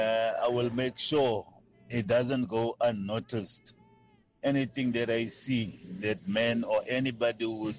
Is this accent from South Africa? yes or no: yes; Gqeberha, Eastern Cape, South Africa; from Gqeberha.